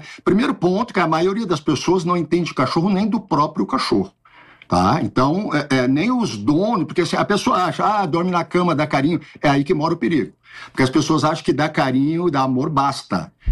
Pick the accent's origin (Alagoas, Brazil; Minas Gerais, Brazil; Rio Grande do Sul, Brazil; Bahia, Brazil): Rio Grande do Sul, Brazil; Porto Alegre; Eu sou de Porto Alegre, eu lembro de estar em debates na televisão lá e rádio com políticos